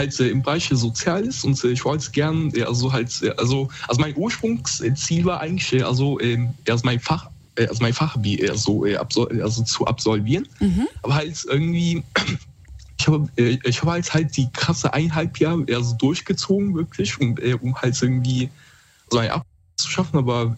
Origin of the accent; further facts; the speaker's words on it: Koblenz, Rhineland-Palatinate, Germany; Also, ich komme aus Koblenz, Rheinland-Pfalz.